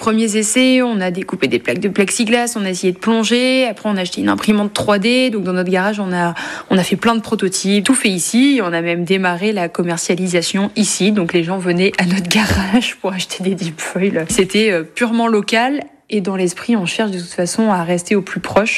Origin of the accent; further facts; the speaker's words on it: the Alps, France; now in Crozon, France; je suis originaire des Alpes.